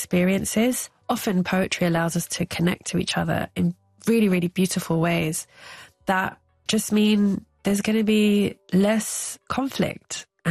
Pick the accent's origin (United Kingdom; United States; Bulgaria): United Kingdom; London; I grew up, you know, as a Londoner, certainly from school, it's not the cool thing, is it, to love nature and birds.